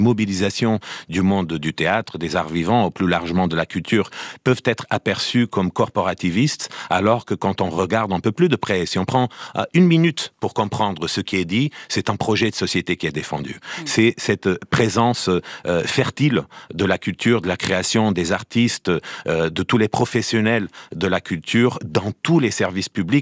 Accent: Portugal; French is a second language; je suis portugais

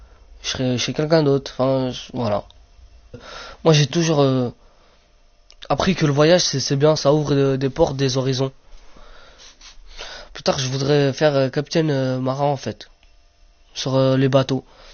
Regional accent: Romania; now in France; moi, en Roumanie, quand j'allais à l'école, je me demandais pas si j'étais Rome ou j'étais Roumain.

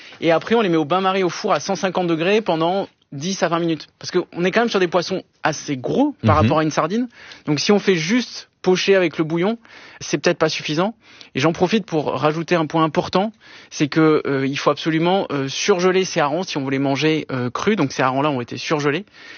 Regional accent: Bordeaux, Nouvelle-Aquitaine, France; born there; Moi, je suis né à Bordeaux.

